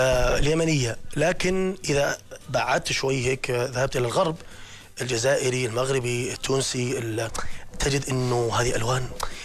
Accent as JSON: {"language": "Arabic", "country": "Jordan", "said": "في الأردن يمكن ما عندنا اطلاع كبير جدا على الالوان وفنون البلاد الاخرى البعيده"}